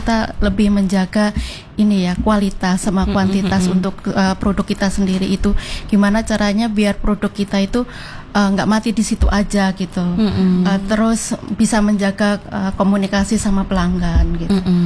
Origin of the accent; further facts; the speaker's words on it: Java, Indonesia; now in Palangkaraya, Indonesia; Saya dari Jawa